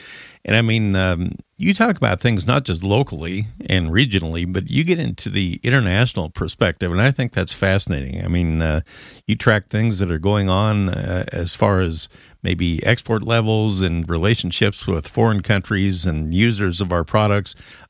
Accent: Kansas, United States; when you and I were growing up in Kansas

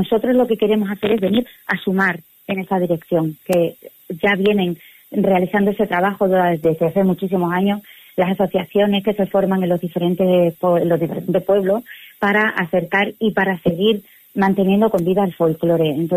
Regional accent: Extremadura, Spain; nuestra herencia como extremeños

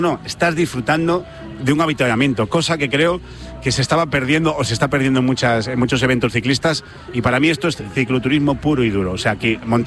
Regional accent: Galicia, Spain; Estoy enamorado de mi tierra, de Galicia

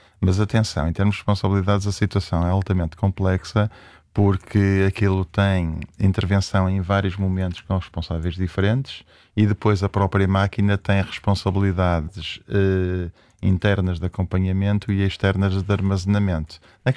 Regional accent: Braga, Norte, Portugal; porque eu sou de Braga

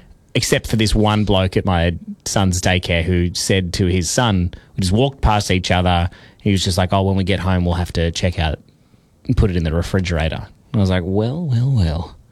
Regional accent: Ireland; I'm not Scottish, I'm Irish.

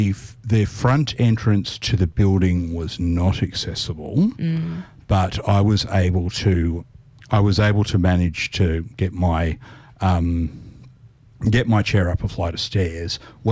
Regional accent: Gladesville, New South Wales, Australia; also born or lived in Hong Kong; I've spent all but four of my 40 years living in the RIDE area. I grew up in Gladesville.

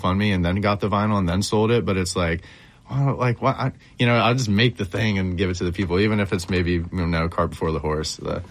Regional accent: Columbus, Ohio, United States; we're just from Columbus

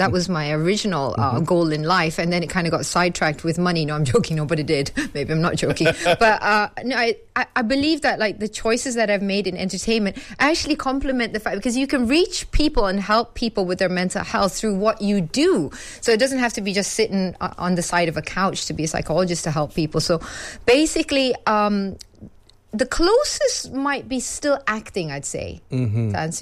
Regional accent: Shah Alam, Selangor, Malaysia; also born or lived in Ireland / Sungai Buloh / Petaling Jaya; So even though I was born in Ireland, but I was raised here in Malaysia. Mm. So I was raised in Shah Alam, in Sungai Buloh. Mm-hmm. I was raised in PJ.

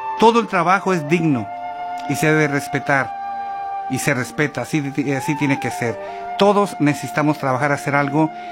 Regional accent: Mexico; moved away; Amo México. También amo mucho a este país porque me ha dado cosas que yo jamás pensé que pudiera obtener allá en mi país mexicano.

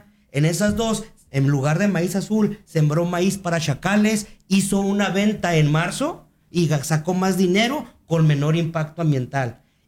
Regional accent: Mexico; Y digo amigos porque somos mexicanos todos.

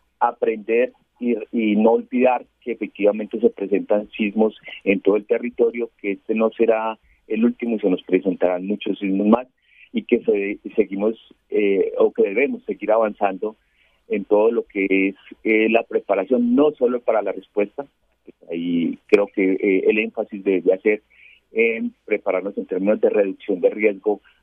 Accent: Pereira, Risaralda, Colombia; born there; yo soy de Pereira, nacido en Pereira, y estoy en proceso de desplazarme para mi ciudad.

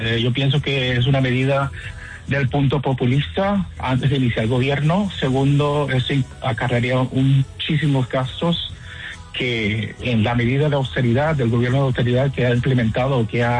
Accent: Caribbean Region, Colombia; Bueno, como costeño, de alguna forma me siento de alguna manera representado

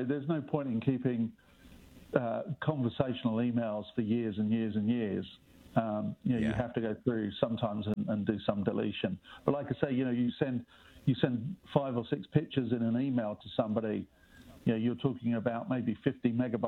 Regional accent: England, United Kingdom; Well, who do you think I'd be rooting for? with my accent, I'm English.

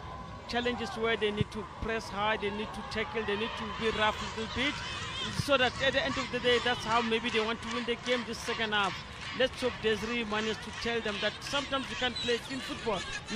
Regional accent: South Africa; as South African

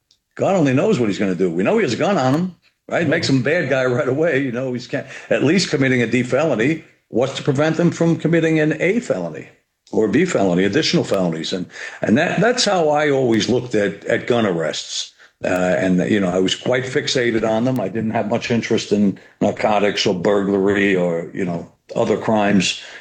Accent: New York City, New York, United States; as a son of the Bronx, I think we picked up a lot of intuitive developmental traits, right?

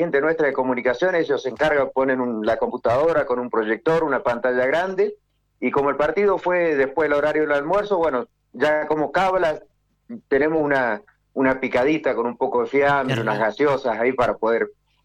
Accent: Trelew, Chubut, Argentina; Yo soy de la provincia del Chubut, de Trelew.

